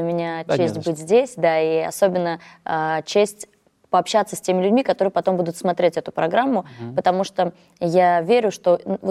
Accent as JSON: {"language": "Russian", "town": "Nizhny Novgorod", "region": "Nizhny Novgorod Oblast", "country": "Russia", "tie": "born there", "said": "А я вообще родилась в Нижнем Новгороде, то есть это Нижегородка"}